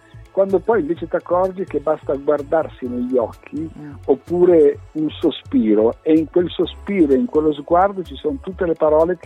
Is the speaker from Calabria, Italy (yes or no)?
no; Lombardy, Italy; born there; nella chiesa del paese dove sono nato, vicino a Como